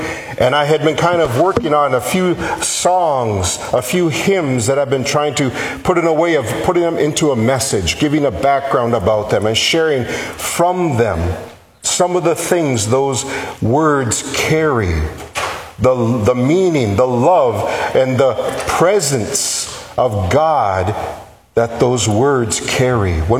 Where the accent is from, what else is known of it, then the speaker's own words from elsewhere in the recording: Minnesota, United States; now in Nome, United States; I grew up in Minnesota.